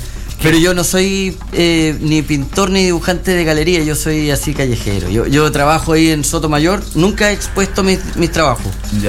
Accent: Valparaíso, Chile; yo soy el blues chileno, o huachaca también, el porteño.

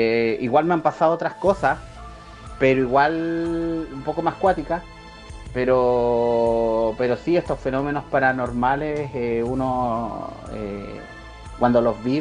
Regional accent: Puerto Aysén, Aysén, Chile; Yo soy de la ciudad de Aysén, oriundo de Puerto Aysén

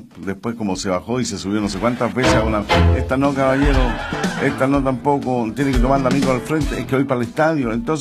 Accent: Valparaíso, Chile; Somos porteños, somos de Playa Ancha, somos parte de su vida.

